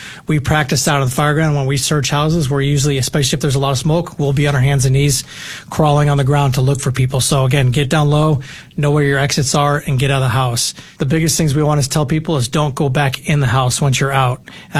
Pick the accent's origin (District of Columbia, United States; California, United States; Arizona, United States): Arizona, United States; So I'm from here. I'm a native from Arizona.